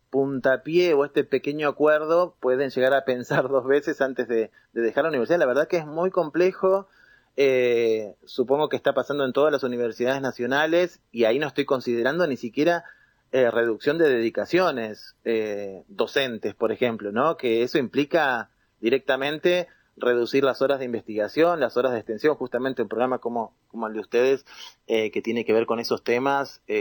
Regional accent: Allen, Río Negro, Argentina

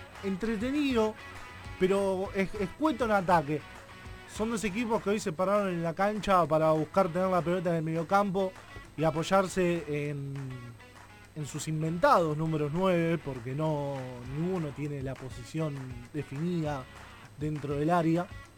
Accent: La Matanza, Buenos Aires Province, Argentina; yo soy orgullosamente de la zona oeste, yo soy de La Matanza, Matancero.

